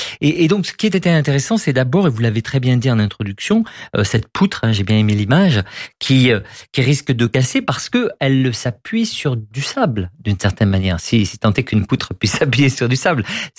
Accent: France; Non, je suis français, je suis européen, donc d'une certaine manière occidental entre guillemets.

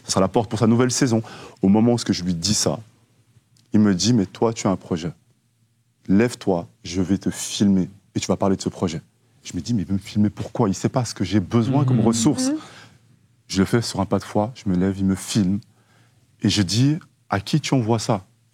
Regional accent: Switzerland; Je suis suisse

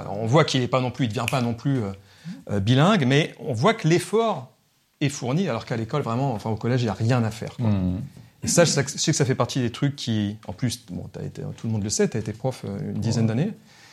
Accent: Granville, Normandy, France; born there; Moi, je suis né à Granville.

